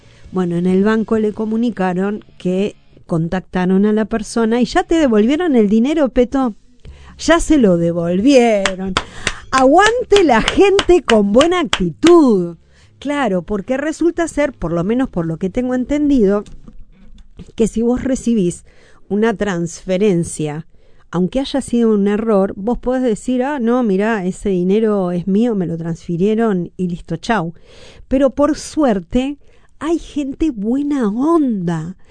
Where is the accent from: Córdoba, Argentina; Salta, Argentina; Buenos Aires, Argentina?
Buenos Aires, Argentina; born there; moved away; yo cuando era niña vivía en Buenos Aires